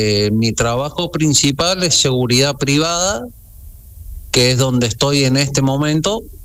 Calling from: Córdoba, Argentina; nosotros que somos de Córdoba, de acá.

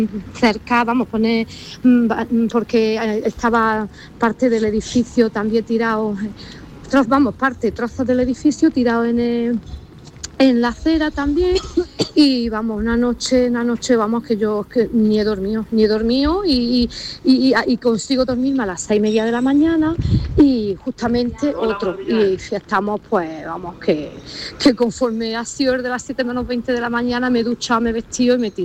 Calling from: Granada, Andalusia, Spain; de Granada.

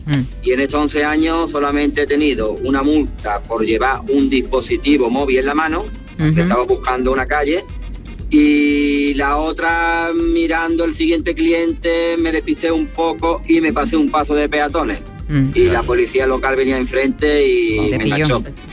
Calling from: Málaga, Andalusia, Spain; desde Málaga.

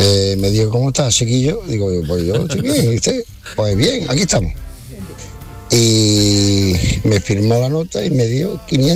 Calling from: Málaga, Andalusia, Spain; de Málaga.

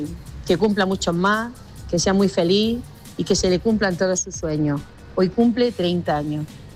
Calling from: Guadix, Andalusia, Spain; un grupo de zumberas que somos de aquí, de Guadí, la provincia de Granada

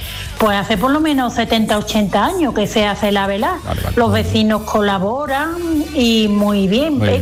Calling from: Bollullos del Condado, Andalusia, Spain; desde Boyullo.

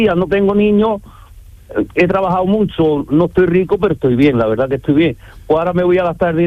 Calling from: Málaga, Andalusia, Spain; Pues yo vivo en Santa Rosalía Maqueda, aquí una barriada de Málaga, pegado al Parque Tecnológico.

